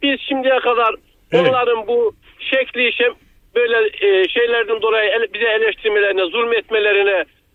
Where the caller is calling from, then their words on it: Istanbul, Turkey; ben İstanbul'dan arıyorum.